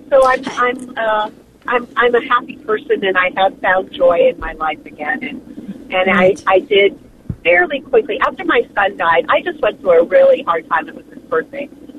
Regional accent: Tucson, Arizona, United States; born and raised in Tucson, Arizona

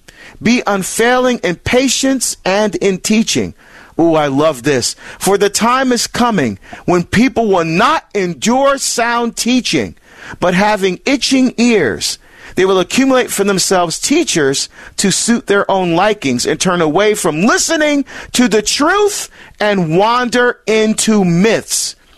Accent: New Jersey, United States; my home state of New Jersey

